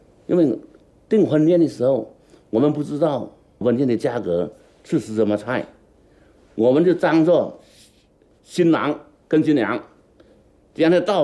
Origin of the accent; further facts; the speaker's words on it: Nanning, Guangxi, China; now in Beijing, China; 我们南宁人呢叫老友粉